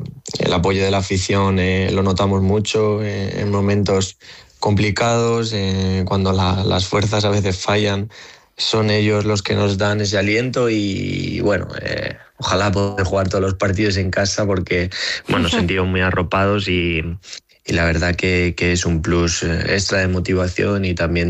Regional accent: Castilla-La Mancha, Spain; yo como castellano manchego y de moral de aquí de Ciudad Real

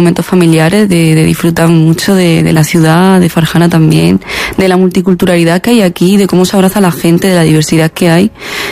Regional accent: Jaén, Andalusia, Spain; also born or lived in Melilla; now in Granada, Spain; yo nací aquí en Melilla. Estuve viviendo aquí hasta los 3 añitos y ya luego pues nos fuimos a Jaén a vivir. Y nada, me crié en Jaén.

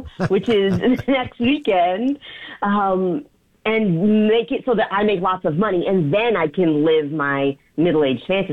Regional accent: the South, United States; growing up in the South with Republican family.

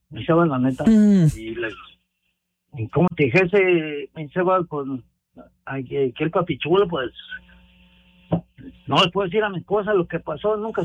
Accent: Los Angeles, California, United States; now in Lincoln, United States; Yo vengo de Los Ángeles, California.

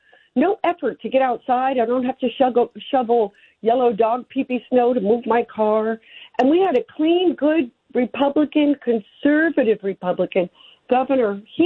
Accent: New Jersey, United States; moved away as an adult; I was a young girl then in college, and I came from New Jersey

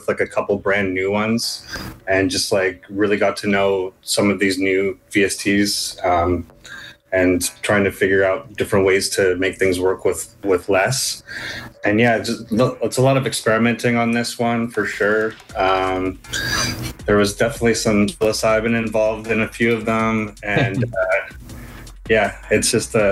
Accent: London, Ontario, Canada; moved away; I didn't grow up out west. I grew up in Ontario, right between Toronto and Detroit, in a place called London, Ontario. It's the other London that no one's heard of.

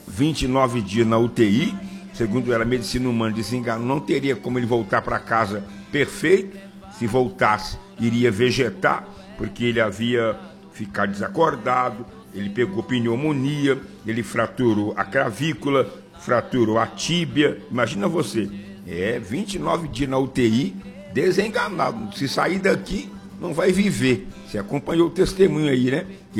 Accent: Leopoldina, Minas Gerais, Brazil; Da minha terra natal, né?

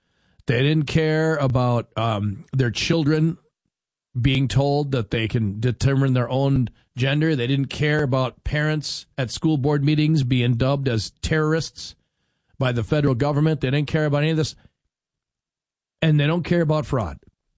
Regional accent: Minnesota, United States; If you want to see nighttime, deep, dark night as a Minnesotan, get a dog

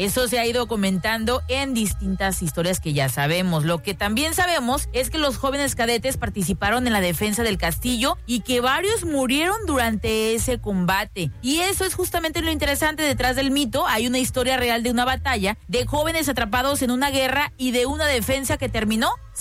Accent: Mexico; si somos mexicanos

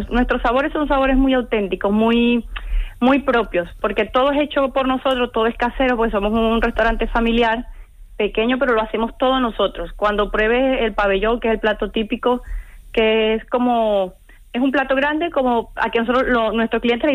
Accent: Venezuela; now in Tomares, Spain; Sí, sí, somos venezolanos. Los dos somos venezolanos.

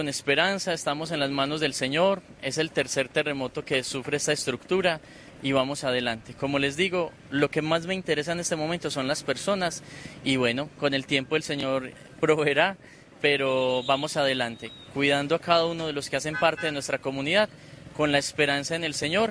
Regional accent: Antioquia, Colombia; No, yo soy de Antioquia.

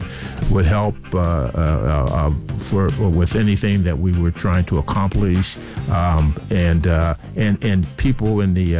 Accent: East Liverpool, Ohio, United States; now in Allentown, United States; my hometown, East Liverpool, mm-hmm. Ohio.

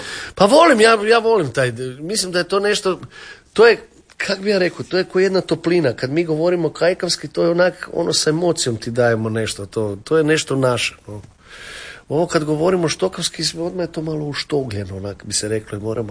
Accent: Zagreb, City of Zagreb, Croatia; born there; Pa ja sam rođen u Mlinovima i mi smo imali, uvijek nam je bila ovaj, kak se zove, kućna pomoćnica ili teta koja se brinula iz Šestina i onda sam dosta tih kajkarskih riječi naučila od nje.

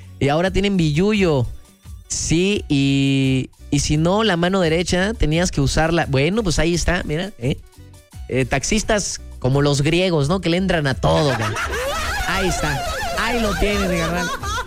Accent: Córdoba, Veracruz, Mexico; moved away; also born or lived in Orizaba; allá en mi rancho, yo vengo de pues, la zona de las altas montañas, ¿no? Nací y crecí en Cordobaches, pero también viví un tiempo en Orizaba

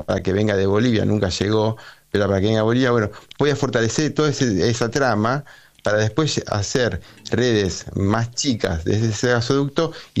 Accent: Argentina; Tenemos gas en Argentina.

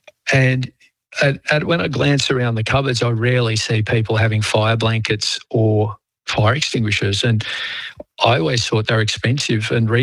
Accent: Melbourne, Victoria, Australia; now in Queensland, Australia; I mean, I grew up in Melbourne and had an electric blanket. Queensland, where I am now, doesn't get cold enough really, but yeah.

